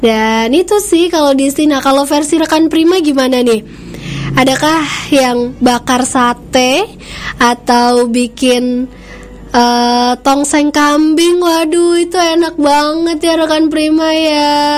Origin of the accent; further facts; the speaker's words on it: East Java, Indonesia; Aku orang Jawa Timur